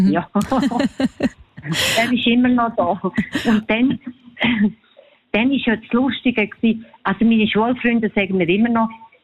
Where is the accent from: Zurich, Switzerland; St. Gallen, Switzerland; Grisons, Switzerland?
Grisons, Switzerland; Also ich komme aus dem Bündnerland.